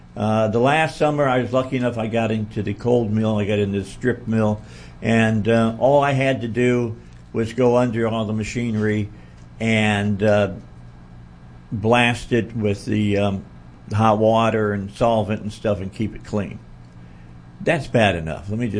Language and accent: English; Midwest, United States; I grew up in the United States when California still was a great state.